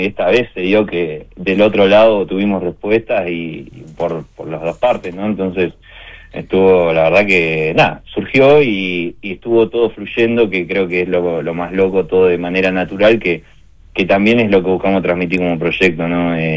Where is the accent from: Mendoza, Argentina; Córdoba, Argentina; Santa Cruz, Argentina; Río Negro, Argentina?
Santa Cruz, Argentina; Río Gallegos; uno de los chicos, que también es de acá de Gallegos, con Agus Chamorro